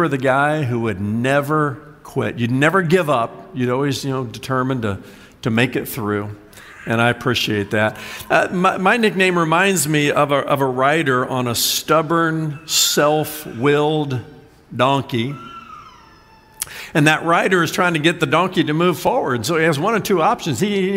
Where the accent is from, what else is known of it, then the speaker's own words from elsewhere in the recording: Indiana, United States; now in Virginia Beach, United States; growing up in Indiana, I remember that my parents had nicknames for us. Of course